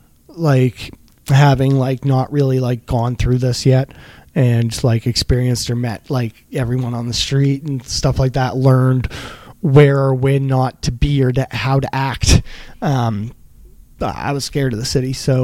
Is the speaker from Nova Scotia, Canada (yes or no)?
yes; Mount Uniacke, Nova Scotia, Canada; I grew up in Mount Uniacke. I knew the area.